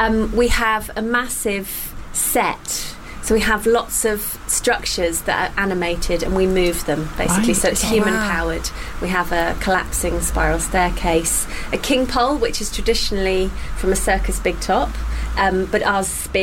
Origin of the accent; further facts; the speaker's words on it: United Kingdom; because I'm from the UK